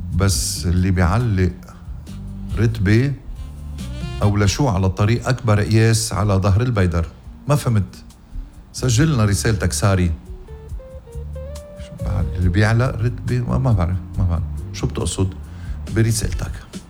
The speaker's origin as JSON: {"language": "Arabic", "country": "Lebanon", "said": "أقل وجباتنا كلبنانية أنا وياكم أنه نعرف ضيعنا اللبنانية"}